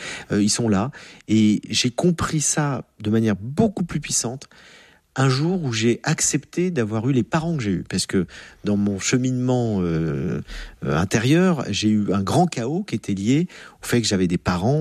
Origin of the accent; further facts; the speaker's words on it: France; Surtout en plus qu'en France, qu'on est français, on se plaint doublement.